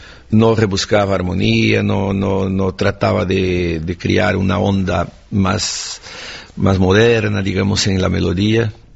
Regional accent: Santo Ângelo, Rio Grande do Sul, Brazil; born or raised there

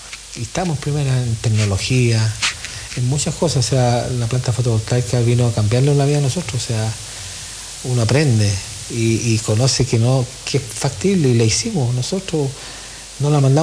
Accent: Putaendo, Valparaíso, Chile; Nacido y criado en Quebrada Herrera. Cuando don Jona vivía era de Putaendo.

